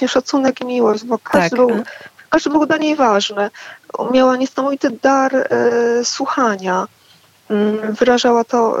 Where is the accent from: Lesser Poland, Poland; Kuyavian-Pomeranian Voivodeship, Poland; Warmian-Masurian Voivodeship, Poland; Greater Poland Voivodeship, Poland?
Kuyavian-Pomeranian Voivodeship, Poland; Lubraniec; moved away; Ja pochodzę z miejscowości Lubranic na Kujawach. Jest to mała miejscowość, gdzie żyje około 3000 ludzi. Ja tam się wychowałam, tam skończyłam liceum